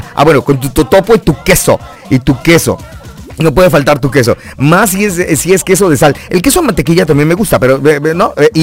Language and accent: Spanish; Chiapas, Mexico; a lo mejor no hablo como chiapaneco en sí, en realidad, pero yo no soy mexiquense, pues, o sea, la mexiquense es mi esposa